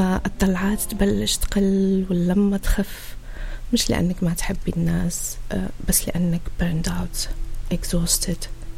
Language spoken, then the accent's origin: Arabic; Algeria; Arabic is a second language; moved away as an adult; now in United Kingdom; أول مرة كانت لما وصلت على بريطانيا كطالبة، وهذا تقريبا من 20 سنة. فأنا جيت من الجزائر وكانت لغتي الفرنسية، عندي طبعا عربية وفرنسية، لكن الإنجليزية ما كانت كتير قوية.